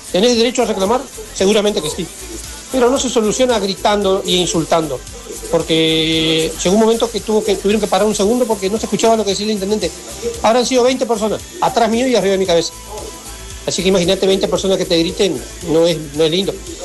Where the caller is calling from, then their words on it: Victoria, Argentina; No soy del partido, no lo conozco a David como soy de Victoria.